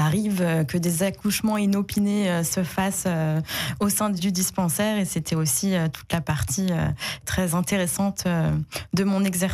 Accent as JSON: {"language": "French", "region": "Grand Est", "country": "France", "moved": "yes", "said": "un retour en Lorraine guidé aussi par des envies, disons, plus personnelles. Retour aux sources, retrouver la famille, les proches, les amis"}